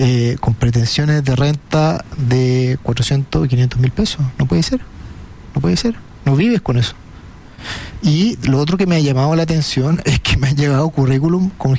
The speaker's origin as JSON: {"language": "Spanish", "town": "Viña del Mar", "region": "Valparaíso", "country": "Chile", "tie": "born or raised there", "said": "trato de contratar, sí, siempre gente de Viña del Mar, porque tengo un cariño con mi ciudad natal"}